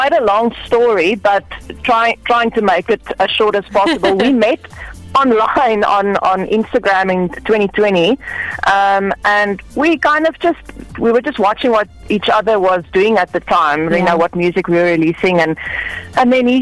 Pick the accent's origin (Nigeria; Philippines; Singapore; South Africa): South Africa; oh, I'm from South Africa and I don't know, like, if my music, you know, is up to standard to the rest of the world.